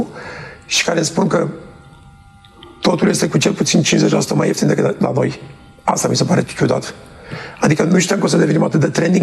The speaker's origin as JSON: {"language": "Romanian", "country": "Romania", "said": "ceea ce suntem noi ca români."}